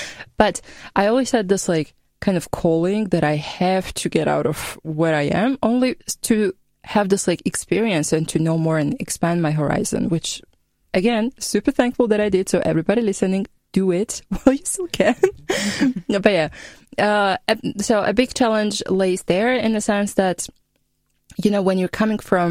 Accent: Georgia; English is a second language; Well, first of all, I'm from Georgia. I'm 25. So, being 25 and coming to a different country as a volunteer for me was a bit strange

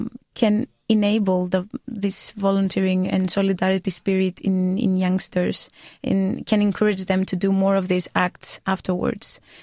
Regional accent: Greece; English is a second language; Well, in Greece, I'm from Greece.

